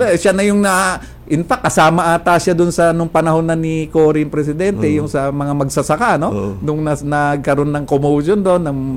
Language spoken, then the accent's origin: Tagalog; Caloocan, Metro Manila, Philippines; sa Tiga-Caloocan kami noon, eh, no? Pumapasok ako sa eskwela, simpleng tao lang tayo noon, nag-jeep tayo, nagbubus, nagta-tricycle.